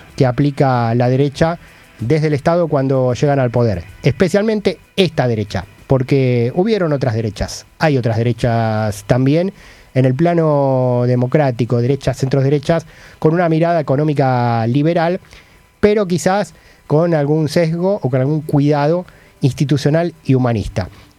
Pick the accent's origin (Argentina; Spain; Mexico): Argentina